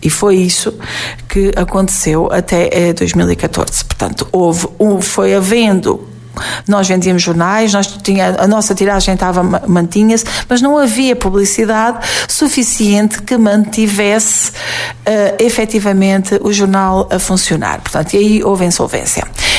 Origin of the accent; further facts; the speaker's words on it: Avis, Alentejo, Portugal; é o meu conselho, é a minha terra.